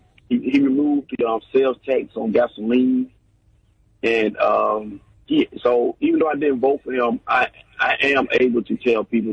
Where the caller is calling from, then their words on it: Georgia, United States; I'm from Georgia.